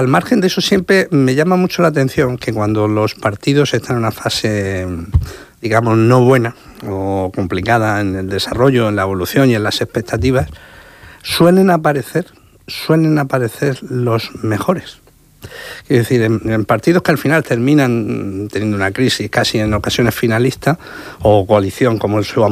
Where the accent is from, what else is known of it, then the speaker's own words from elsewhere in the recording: Murcia, Region of Murcia, Spain; born there; also born or lived in Yecla / Lorca; Yo vengo de Yecla y de Lorca. Y nacido en justo en el centro del final de, o el comienzo, según se mire, de la Gran Vía.